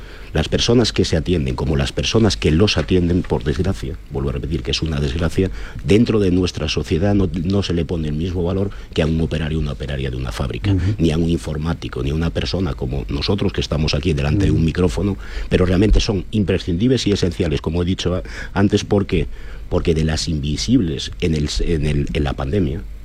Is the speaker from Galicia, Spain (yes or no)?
yes; Galicia, Spain; yo, que soy de Galicia